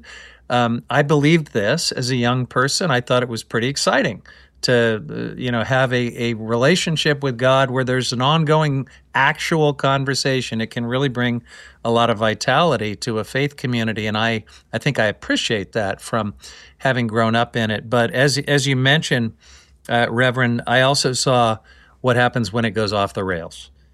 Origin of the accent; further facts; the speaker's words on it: Independence, Missouri, United States; one of my high school basketball teammates and another kid that I grew up with in Independence, Missouri